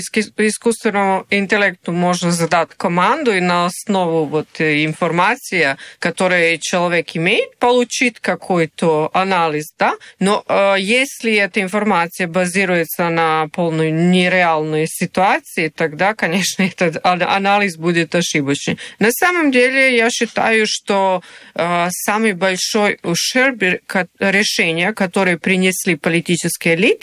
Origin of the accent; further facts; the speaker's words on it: Serbia; Russian is a second language; moved away as an adult; now in Russia; я родилась, прожила первую вот молодость свою в Югославии.